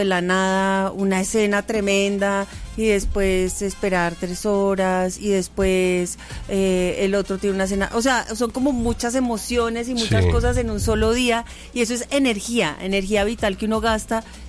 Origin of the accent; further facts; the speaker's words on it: Medellín, Antioquia, Colombia; moved away as an adult; yo crecí en la Comuna 13.